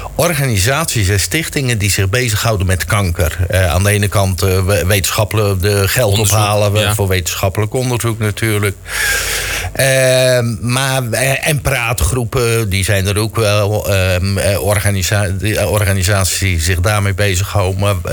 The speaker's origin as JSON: {"language": "Dutch", "town": "Sommelsdijk", "region": "South Holland", "country": "Netherlands", "said": "Ik kom uit Middelharnis."}